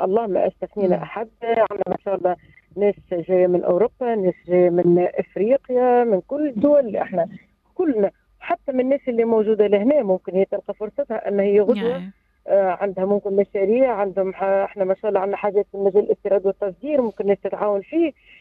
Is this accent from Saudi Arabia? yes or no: no; Tunisia; حتى مش انا اليوم تونسي نعرف،